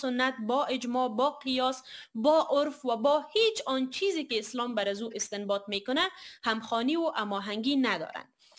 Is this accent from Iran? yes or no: no; Afghanistan; ما من حیث کسایی که از افغانستان هستیم